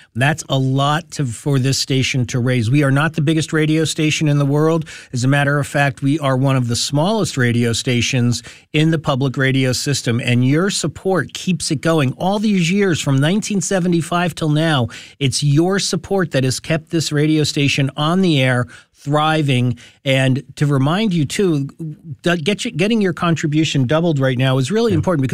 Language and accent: English; Dover, New Jersey, United States; I grew up around Dover, New Jersey, and around Roxbury.